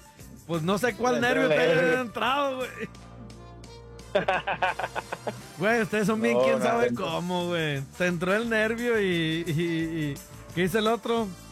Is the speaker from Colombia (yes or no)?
no; Guanajuato, Mexico; Soy de Guanajuato, güey.